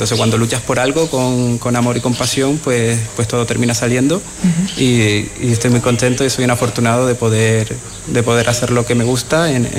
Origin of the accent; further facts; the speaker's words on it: Canary Islands, Spain; Pues yo vine de Canarias, estaba haciendo un road trip por Europa y pasé por aquí.